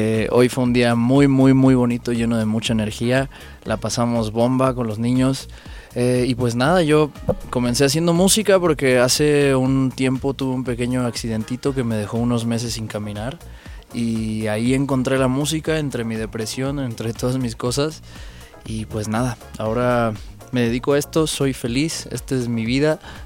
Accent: Mexico City, Mexico; De Ciudad de México

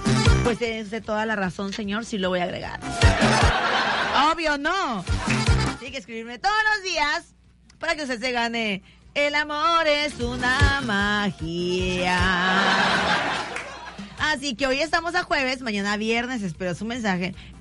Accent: Veracruz, Mexico; born there; also born or lived in Mérida, Mexico; toda mi familia es de aquí, de Veracruz. Pero yo … nací allá en Mérida. Yo, aplauso por favor para Mérida, chulada. Yo nací en Mérida. Toda mi familia es de acá, de Veracruz. Lo fueron a dejarme allá y luego me retacharon.

